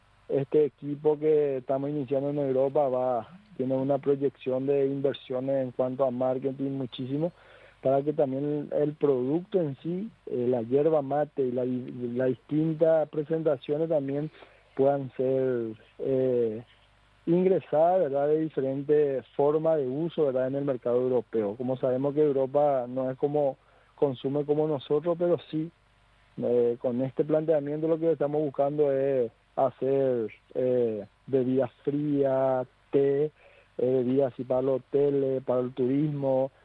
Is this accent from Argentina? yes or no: no; Paraguay; nuestra cultura, tradiciones como paraguayo